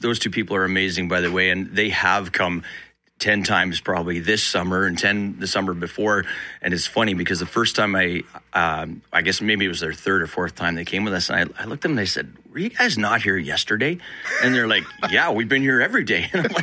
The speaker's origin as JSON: {"language": "English", "town": "Roland", "region": "Manitoba", "country": "Canada", "tie": "born or raised there", "also_born_or_lived": "Winnipeg, Canada / Carman, Canada", "moved": "as an adult", "lives_now": "Pinawa, Canada", "said": "that was the biggest duration of my life I spent in Roland. Went to school in Carmen, but it started, I was just telling Greg, it started over on Stella Avenue here in the North End."}